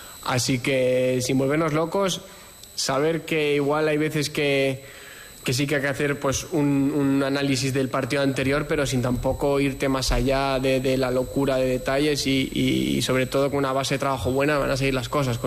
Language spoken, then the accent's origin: Spanish; Basque Country, Spain